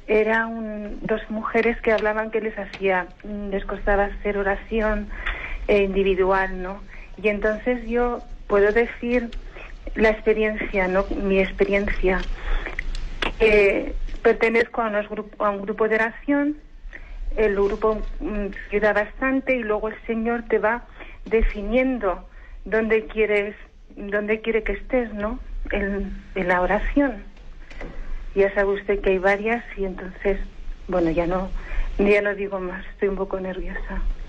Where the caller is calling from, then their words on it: Zaragoza, Aragon, Spain; de Zaragoza.